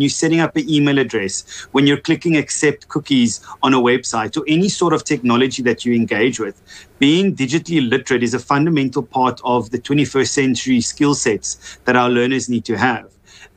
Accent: Mpumalanga, South Africa; So the first one is I grew up in a rural environment. So I grew up in Mpumalanga.

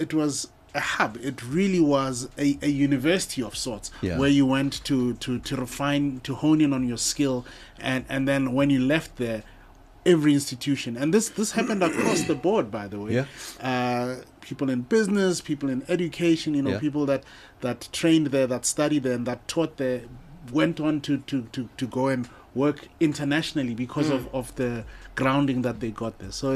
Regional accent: Soweto, Gauteng, South Africa; also born or lived in Mafikeng; But yeah, I was born and raised in Soweto in the early 1970s.

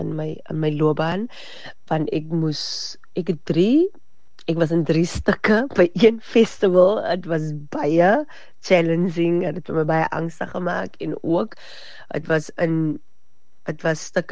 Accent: George, Western Cape, South Africa; ek is alipad van George. Ek het groot geraak in Rosemore.

